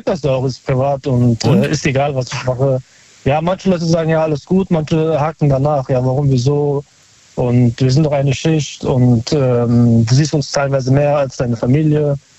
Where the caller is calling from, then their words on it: Berlin, Germany; Aus Neukölln.